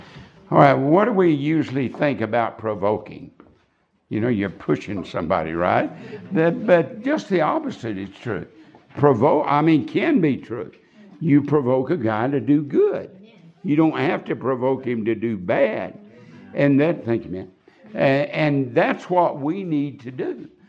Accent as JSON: {"language": "English", "region": "Texas", "country": "United States", "tie": "born or raised there", "said": "I preached in my hometown last Sunday about, as I said, about 50 miles out of Amarillo."}